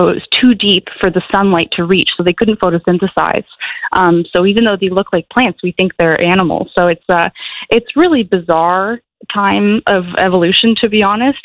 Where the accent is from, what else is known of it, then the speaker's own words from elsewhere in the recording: Ontario, Canada; moved away; I'm originally from Ontario, but I really wanted to study this type of paleontology.